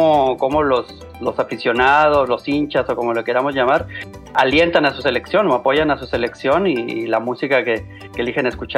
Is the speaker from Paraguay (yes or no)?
no; Mexico; now in Argentina; Yo soy mexicano, pero bueno, ya tengo muchísimos años viviendo acá en Argentina.